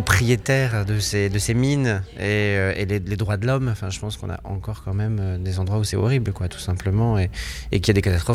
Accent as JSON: {"language": "French", "region": "Hauts-de-France", "country": "France", "said": "Enfin, même si je viens du Nord, j'ai quand même beaucoup de paysages qui sont quand même assez tristes."}